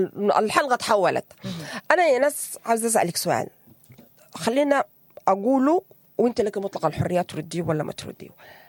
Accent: Sudan; إحنا كمجتمع سوداني

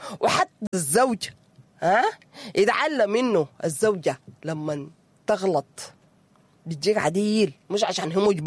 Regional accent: Sudan

